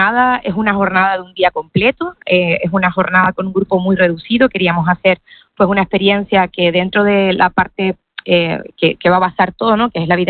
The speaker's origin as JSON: {"language": "Spanish", "area": "Tenerife", "region": "Canary Islands", "country": "Spain", "said": "somos de aquí, de Canarias, uh-huh. Ella de La Palma, yo de Tenerife."}